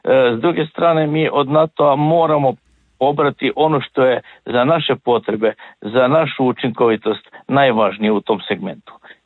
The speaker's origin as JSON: {"language": "Croatian", "town": "Zagreb", "region": "City of Zagreb", "country": "Croatia", "said": "Ukrajinski dron je pao i kod nas u Zagrebu."}